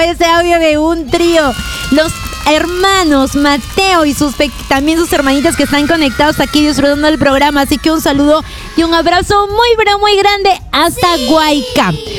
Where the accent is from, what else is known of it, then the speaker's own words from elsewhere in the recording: Chiclayo, Lambayeque, Peru; moved away; yo también soy de Chiclayo.